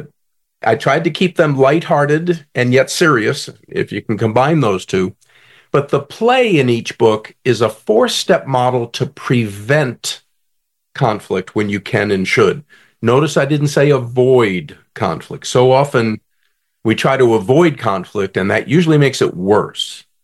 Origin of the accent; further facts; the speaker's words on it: Farmington, New Mexico, United States; people ask me, where did you grow up? I always say, I'm trying to do it in Farmington, New Mexico.